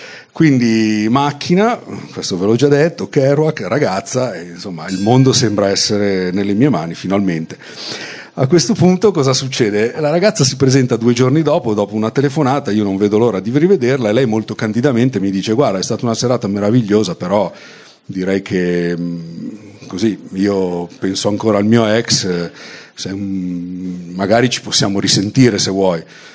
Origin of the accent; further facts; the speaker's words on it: Lombardy, Italy; come tutte le famiglie borghesi milanesi, ci trasferiamo in montagna dove passiamo le vacanze di Natale.